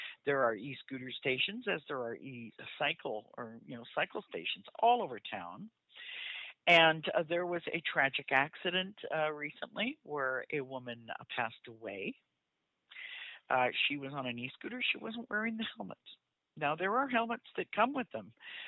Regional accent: Vancouver, British Columbia, Canada; I grew up on Kit's pool because I grew up in Kit's.

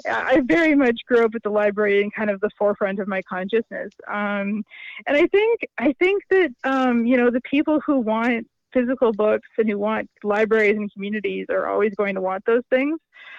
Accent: Nova Scotia, Canada; I'm from Nova Scotia originally, yeah.

